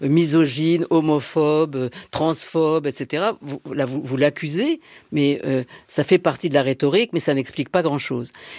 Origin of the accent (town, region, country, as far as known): Marseille, Provence-Alpes-Côte d'Azur, France; moved away as an adult; now in Paris, France